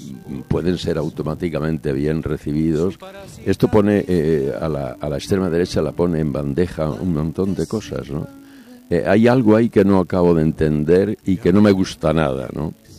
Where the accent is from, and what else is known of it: Chinchón, Community of Madrid, Spain